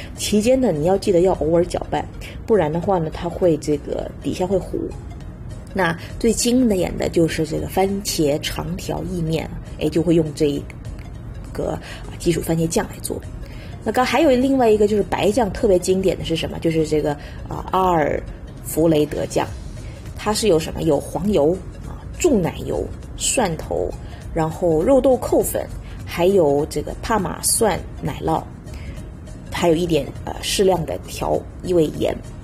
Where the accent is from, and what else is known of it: China